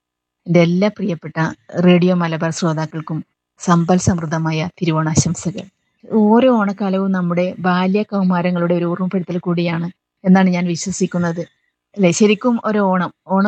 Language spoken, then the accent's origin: Malayalam; Kampallur, Kerala, India; now in Payyanur, India; ഞാൻ ജനിച്ചു വളർന്നത് കാസർഗോഡ് ജില്ലയിലെ കമ്പല്ലൂർ എന്ന ഒരു ഗ്രാമത്തിലാണ്. ഗ്രാമത്തിൻ്റെ നന്മ അതുപോലെ ഒപ്പിയെടുത്ത ഒരു ഗ്രാമപ്രദേശം.